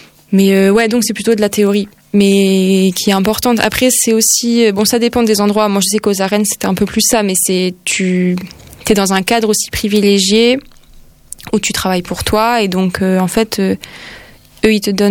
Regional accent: Grenoble, Auvergne-Rhône-Alpes, France; Après moi je suis allée pas mal sur place en Ariège, puis j'ai grandi à Grenoble et tout.

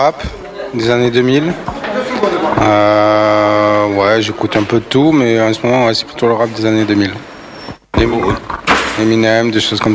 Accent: Occitanie, France; moved away as an adult; now in Toulouse, France; je suis originaire de là-bas, ouais. Un petit village à 20 km entre Montpellier et Nîmes.

